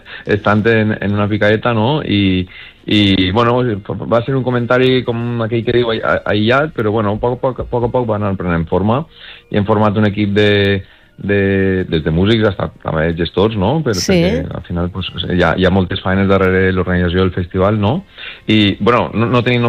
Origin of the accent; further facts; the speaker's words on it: Gata de Gorgos, Valencian Community, Spain; molts músics som de Gata